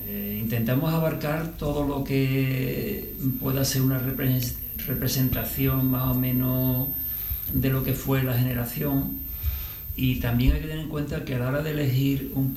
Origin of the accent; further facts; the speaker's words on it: Cádiz, Andalusia, Spain; y como buen gaditano, pues claro, le hemos metido un aire flamenco